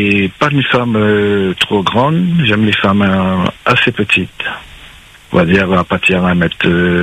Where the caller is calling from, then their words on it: Saint-Denis, Réunion; moi je suis à Saint-Denis